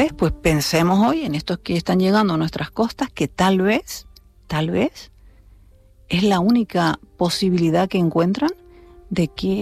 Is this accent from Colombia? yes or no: no; El Hierro, Canary Islands, Spain; yo quiero vivir en mi tierra. Lo que pasa es que allí, es que ten en cuenta que en El Hierro no había ni agua.